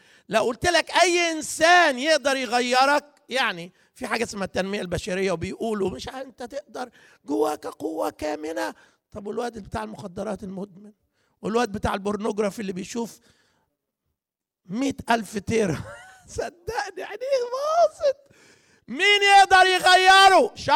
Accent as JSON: {"language": "Arabic", "country": "Egypt", "said": "أنا جاي من مصر على فكرة، مسافر."}